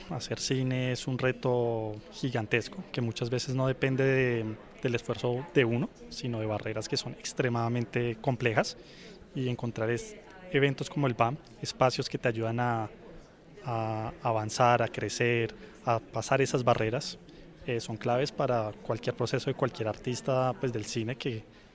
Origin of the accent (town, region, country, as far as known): Colombia